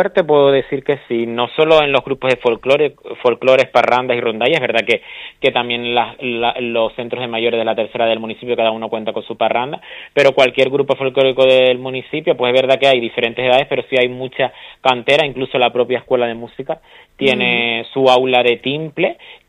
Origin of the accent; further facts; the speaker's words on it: Canary Islands, Spain; Pero yo como canario, para mí este día siempre ha sido muy especial.